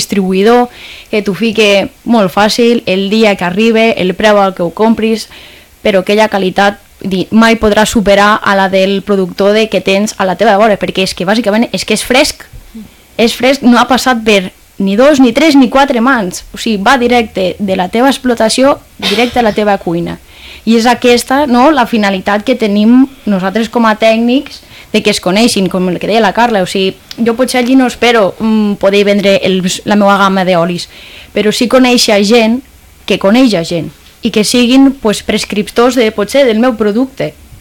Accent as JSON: {"language": "Catalan", "region": "Catalonia", "country": "Spain", "said": "parlo per la Noguera, no?, que és la comarca que porto jo, bueno, i d'on soc"}